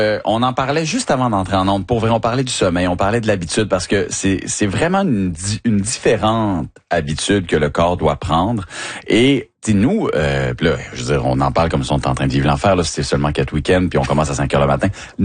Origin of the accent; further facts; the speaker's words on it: Quebec, Canada; Ben oui, parce que on est des vrais. Quand on vient du Saguenay-Lac-Saint-Jean, ben oui, c'est vrai, Nathalie